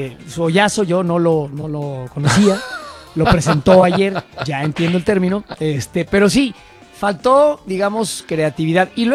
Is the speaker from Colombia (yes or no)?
no; Mexico; Somos los mexicanos y la verdad, los ojetes que nos gobiernan son los que nos dividen.